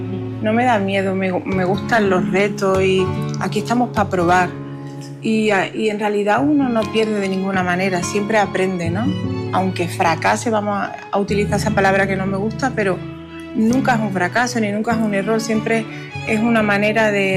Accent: Huelva, Andalusia, Spain; aun criándome con este género y con los fandangos de Huelva, ¿no? En mi tierra.

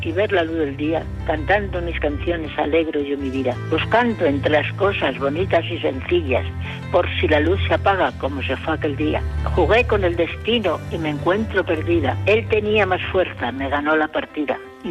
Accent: Valladolid, Castile and León, Spain; soy de Valladolid.

